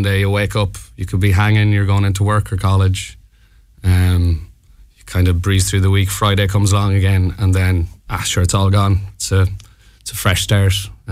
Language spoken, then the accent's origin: English; Ballinrobe, Connacht, Ireland; I'm from Ballinrobe, County Mayo.